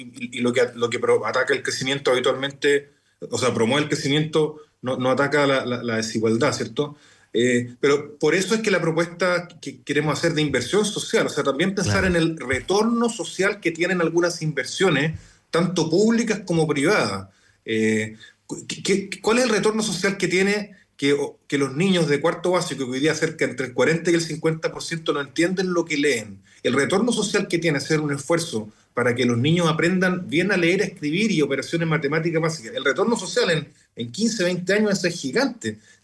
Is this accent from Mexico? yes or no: no; Chile; somos los chilenos y chilenas, quienes vivimos acá